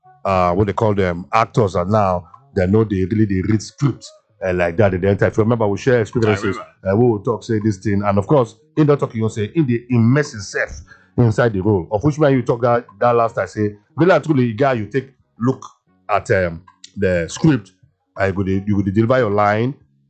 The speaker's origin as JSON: {"language": "English", "region": "Lagos", "country": "Nigeria", "tie": "born there", "also_born_or_lived": "Edo State", "said": "I get Yoruba orientation, even if I'm from Edo State, now Lagos they born me, and Yoruba would speak for our house."}